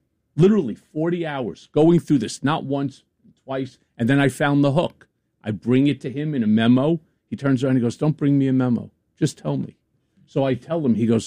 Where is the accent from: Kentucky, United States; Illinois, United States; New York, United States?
New York, United States; Five Towns, Long Island; also born or lived in Brooklyn, New York / Washington, D.C.; I'm a lifelong New Yorker. I was born in Brooklyn. At the age of two, we moved out to the five towns of Long Island. After that, I went to college in Washington.